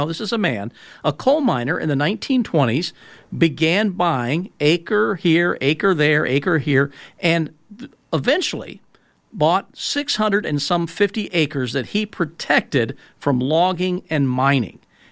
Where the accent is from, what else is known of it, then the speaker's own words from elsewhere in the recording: Lexington, Kentucky, United States; I was born in Lexington. I spent most of my life in Kentucky.